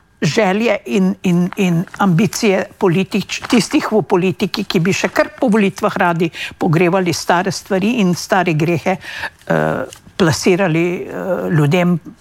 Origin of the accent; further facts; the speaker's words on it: Savinja, Slovenia; sama izhajam iz Zgornje Savinjske doline.